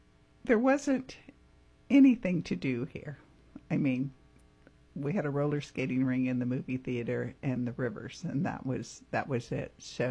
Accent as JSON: {"language": "English", "town": "Grass Valley", "region": "California", "country": "United States", "tie": "born or raised there", "also_born_or_lived": "Sacramento", "moved": "as an adult", "said": "I first moved to Sacramento and told people I was from Grass Valley, and nobody had even heard of Grass Valley. It was that small."}